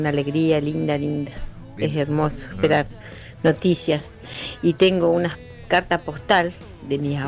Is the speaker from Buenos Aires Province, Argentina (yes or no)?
yes; Buenos Aires Province, Argentina; yo cuando era chica vivía en el campo, me crié en el campo cerca de La Garma